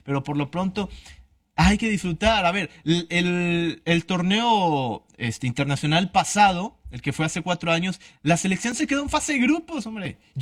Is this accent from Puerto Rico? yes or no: no; Mexico; now in Pesquería, Mexico